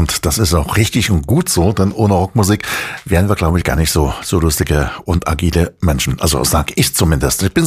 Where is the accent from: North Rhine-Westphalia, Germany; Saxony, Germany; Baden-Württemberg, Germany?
Saxony, Germany; Chemnitz; Und auch einen, der aus meiner Heimatstadt, aus Karl-Marx-Stadt kommt